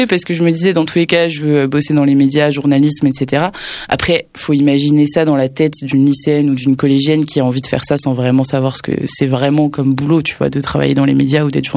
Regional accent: Nantes, Pays de la Loire, France; moved away; Je viens de Nantes

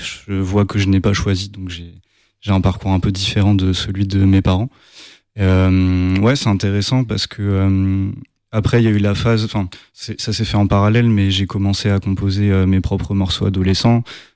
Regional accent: Gennevilliers, Île-de-France, France; moi j'ai grandi à Gennevilliers en fait, donc banlieue nord parisienne.

